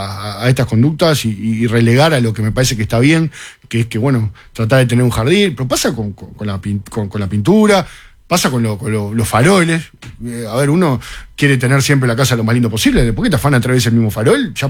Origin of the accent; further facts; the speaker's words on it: Montevideo, Uruguay; nosotros somos acá de Montevideo